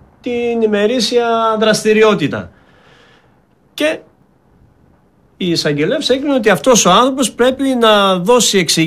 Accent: Greece; Εμείς οι Έλληνες αγρότες

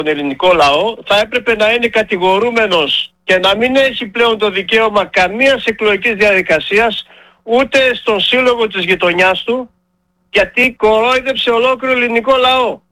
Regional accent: Macedonia, Greece; εμείς οι αγρότες ακρίτες Μακεδόνες

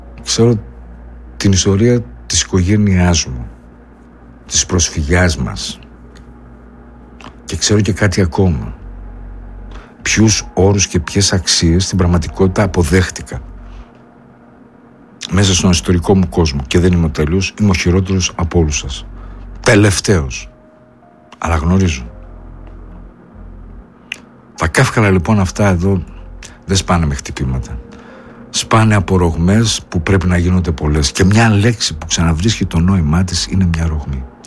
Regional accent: Greece

